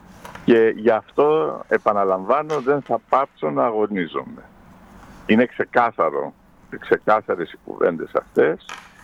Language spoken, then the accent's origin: Greek; South Aegean, Greece